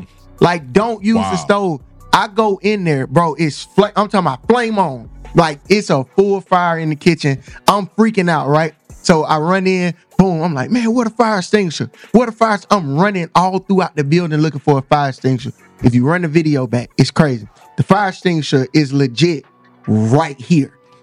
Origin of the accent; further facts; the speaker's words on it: Birmingham, Alabama, United States; growing up in Avondale, like, we had beef with Inslee because somebody killed your cousin